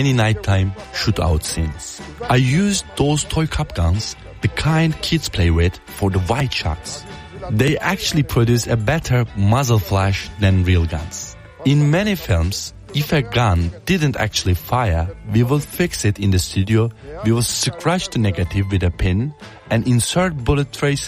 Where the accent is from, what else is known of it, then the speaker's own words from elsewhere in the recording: Istanbul, Turkey; English is a second language; Istanbul is an enormous city. I am from Ortaköy, one of the best districts.